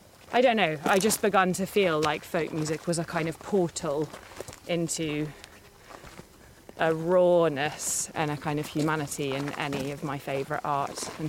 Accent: Tuscany, Italy; born there; where I was born in Italy, out in Tuscany

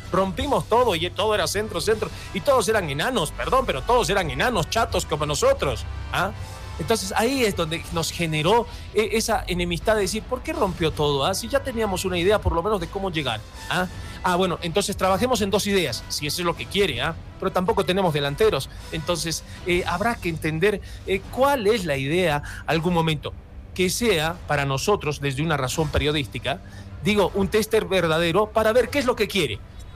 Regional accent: Bolivia; Como boliviano, sí, ustedes saben que sí, como boliviano, claro.

